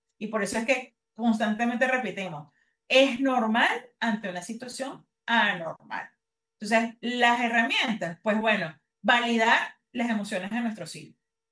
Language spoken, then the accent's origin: Spanish; Venezuela; Es una de las cosas que nos caracteriza a nosotros como venezolanos